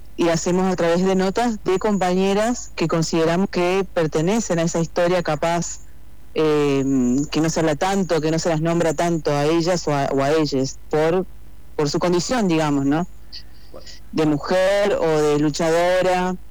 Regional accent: Posadas, Misiones, Argentina; Está acá en Posadas, somos de Posadas.

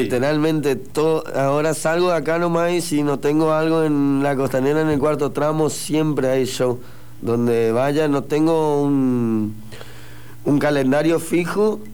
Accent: Posadas, Misiones, Argentina; born there; Nacido acá en Posadas.

